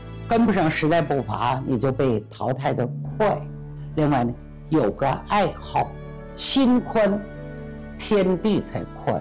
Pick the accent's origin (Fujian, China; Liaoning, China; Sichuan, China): Liaoning, China; Liaoyang; also born or lived in Anshan; 今年82岁了，生在辽阳，工作在鞍山37年